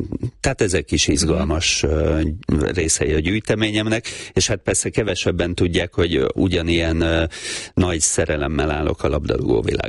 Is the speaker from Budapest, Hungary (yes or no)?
no; Tatabánya, Komárom-Esztergom, Hungary; moved away; Tatabányáról jöttem, ott nem volt öttusa